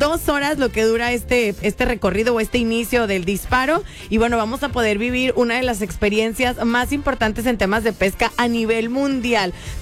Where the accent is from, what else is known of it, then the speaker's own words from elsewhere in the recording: Los Cabos, Baja California Sur, Mexico; Te dicen, ¿de dónde eres? Ah, pues soy de Los Cabos.